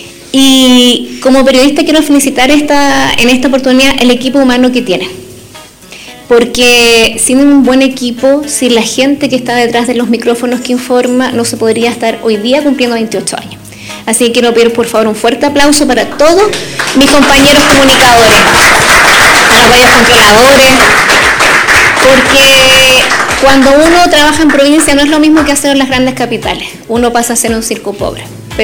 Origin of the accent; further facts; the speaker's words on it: Ligüeymo, O'Higgins, Chile; voy a hablar como periodista y como palmillana padre. Yo vivo en el sector de Ligüeymo, ahí tengo, nací y criada en Ligüeymo.